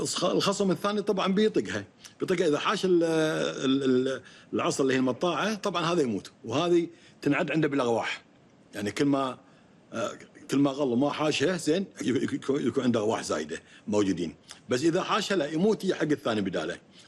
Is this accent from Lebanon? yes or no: no; Kuwait